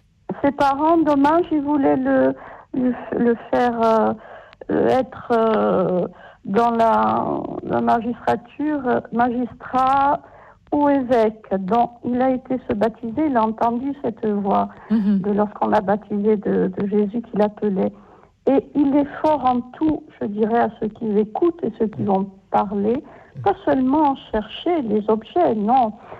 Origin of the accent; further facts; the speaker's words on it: Corsica, France; et surtout je regardais à church, comme on disait chez nous en Corse, à church.